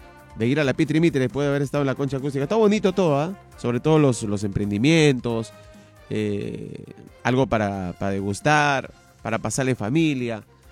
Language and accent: Spanish; Peru; nosotros como peruanos